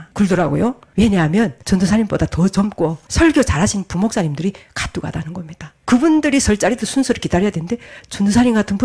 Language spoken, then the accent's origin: Korean; North Korea; moved away; 제가 탈북한 지도 오전에 거의 20년을 가는데 제가 살았던 그 땅도 잊혀집니다.